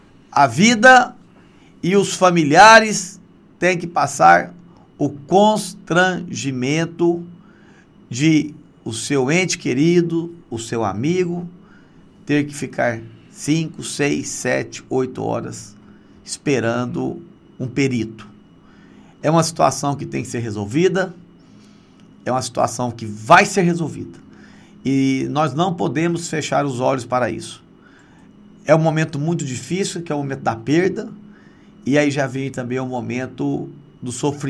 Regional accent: Itumbiara, Goiás, Brazil; eu sou de Tumbiara, estado de Goiás

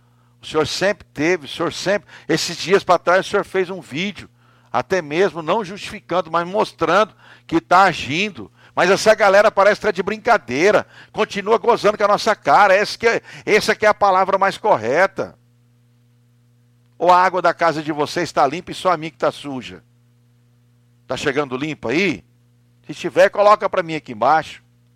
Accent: Barra do Garças, Mato Grosso, Brazil; eu sou da Águas de Barra do Gás, do Rio Garças, do Rio Araguaia, mas não sou da empresa, não.

